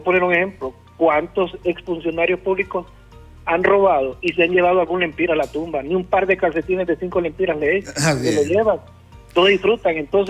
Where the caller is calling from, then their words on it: Comayagüela, Francisco Morazán, Honduras; Yo tengo 44 años y los mismos problemas que han habido, yo soy de Tegucigalpa, de Comayagüela